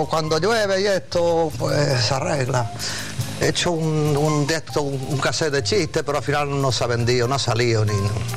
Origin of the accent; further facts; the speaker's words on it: Spain; yo siempre estoy en el paro, hasta cuando tengo trabajo como buen español.